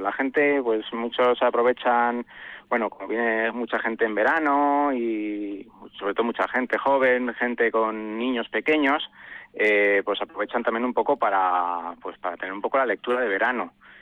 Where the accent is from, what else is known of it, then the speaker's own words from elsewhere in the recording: Villamayor de Santiago, Castilla-La Mancha, Spain; moved away as an adult; now in Bilbao, Spain; yo soy de Villamayor de Santiago, de la zona de La Mancha